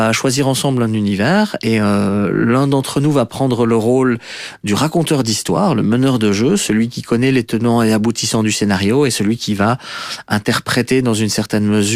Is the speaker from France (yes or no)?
no; Brussels, Brussels-Capital Region, Belgium; je suis un Bruxellois qui a un boulot, qui a des enfants